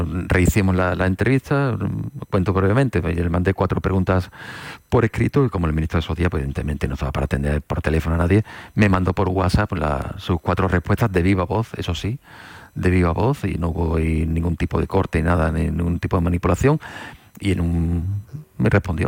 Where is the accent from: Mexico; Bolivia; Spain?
Spain; Seville, Andalusia; now in Algeciras, Spain; soy de Sevilla y gran parte de mi familia está en Sevilla, ¿no?